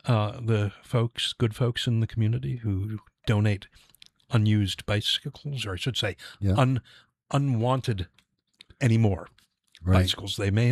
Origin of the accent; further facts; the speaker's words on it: New Jersey, United States; moved away as an adult; also born or lived in Bronx, New York; now in Nashua, United States; I was born in the Bronx, New York, and grew up in New Jersey. Yeah.